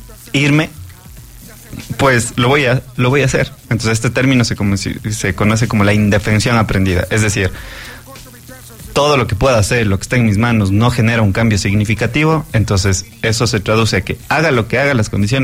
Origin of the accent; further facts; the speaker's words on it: Cuenca, Azuay, Ecuador; Yo cuando era pelado, yo estudié la escuela ahí